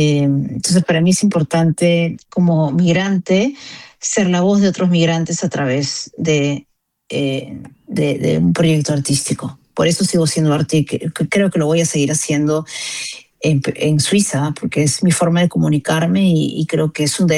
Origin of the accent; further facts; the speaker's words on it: Peru; moved away as an adult; now in Switzerland; me ancla a Perú, porque también es verdad que yo ya no vivo en Perú